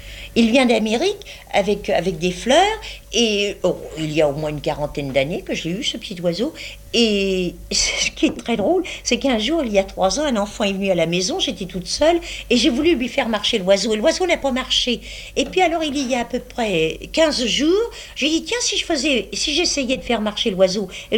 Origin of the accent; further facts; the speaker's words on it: Normandy, France; Et j'aime les Anglais, je suis normande, ma mère.